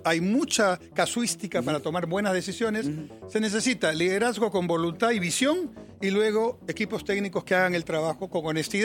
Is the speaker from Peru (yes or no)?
yes; Peru; a mí como peruano y como exministro